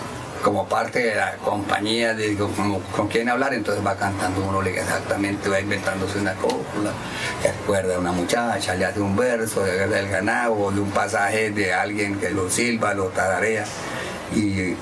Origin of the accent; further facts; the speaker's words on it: San Martín, Meta, Colombia; como buen llanero de San Martín